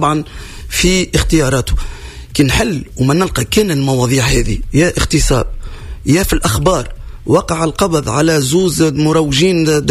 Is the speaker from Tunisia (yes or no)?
yes; Tunisia; أنا قبل ما نكون فنان أنا مواطن تونسي، مواطن تونسي ديجا قاعد نعيش في غلبة في الشارع